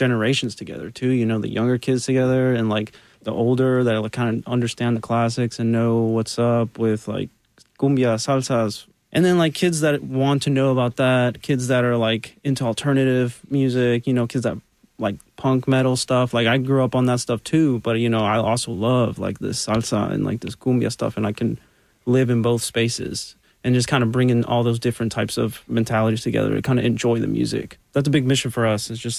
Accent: Nashville, Tennessee, United States; growing up in Nashville

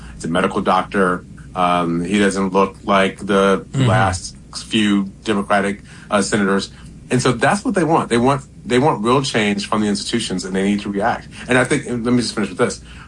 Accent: Detroit, Michigan, United States; So, yeah, I'm from Michigan. I grew up in Detroit. I kind of know the state pretty well.

